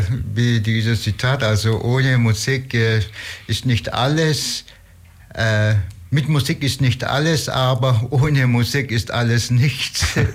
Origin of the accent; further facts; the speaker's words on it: Ulm, Baden-Württemberg, Germany; also born or lived in Istanbul, Turkey; Ja, geboren bin ich zwar in Istanbul, aber ich bin Oststädtler, Ulmer eigentlich, ja.